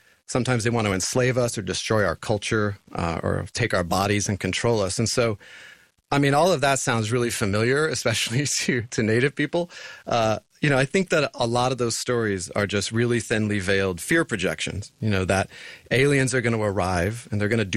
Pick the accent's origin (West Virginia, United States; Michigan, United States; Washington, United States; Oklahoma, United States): Oklahoma, United States; Tulsa; Yeah, so I grew up in Tulsa, Oklahoma, in the Cherokee Reservation.